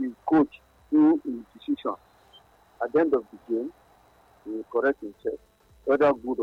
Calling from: Lagos, Nigeria; from Lagos Island.

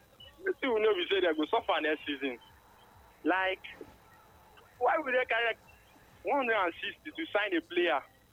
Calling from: Lagos, Nigeria; I'm calling from Ajah.

